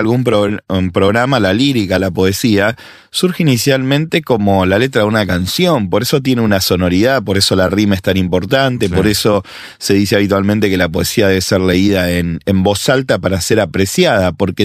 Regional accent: Argentina; yo soy argentino

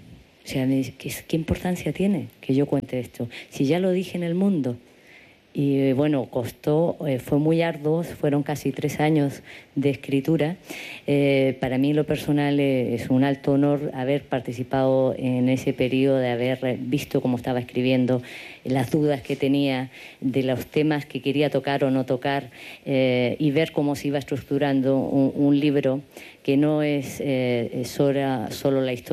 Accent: Chile; Yo soy chilena y el contacto que él tiene con América Latina es muy bello

